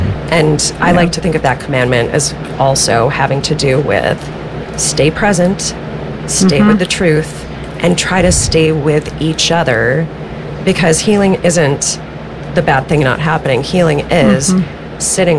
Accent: Minnesota, United States; I grew up in Minnesota, and I got involved in theater.

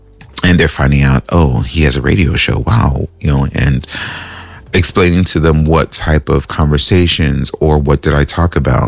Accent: California, United States; You know, I'm learning my city, and I'm from California, y'all. I'm from Cali, but I've been away.

